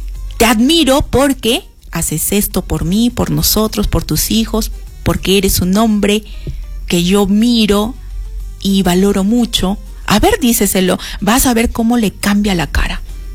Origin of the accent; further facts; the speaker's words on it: Peru; Nosotros como cultura peruana